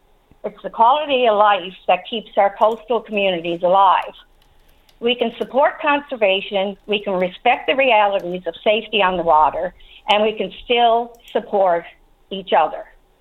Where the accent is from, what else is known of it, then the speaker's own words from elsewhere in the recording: Trepassey, Newfoundland and Labrador, Canada; I grew up in Trepassey. Nobody begrudged a neighbor a feed of fish. That's how we were raised.